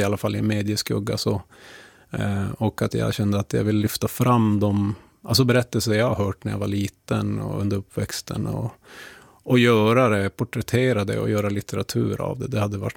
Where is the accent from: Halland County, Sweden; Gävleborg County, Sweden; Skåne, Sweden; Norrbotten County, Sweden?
Norrbotten County, Sweden; Gällivare; now in Umeå, Sweden; Alltså en berättelse från den plats jag kommer ifrån, Gällivare.